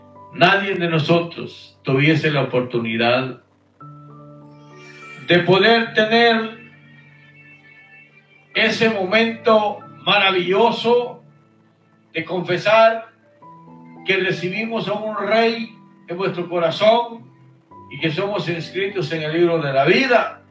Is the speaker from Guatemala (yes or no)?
yes; Guatemala; now in Houston, United States; nacido en Guatemala, habitando y viviendo aquí en Houston, Texas.